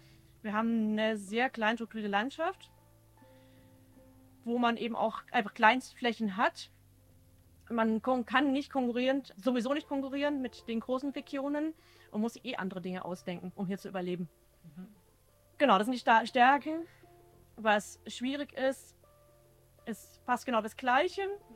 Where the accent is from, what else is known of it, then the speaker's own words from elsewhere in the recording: Baden-Württemberg, Germany; moved away; Ich komme eigentlich aus dem Süden, aus Baden-Württemberg. Da hat man eigentlich keine Möglichkeit anzufangen.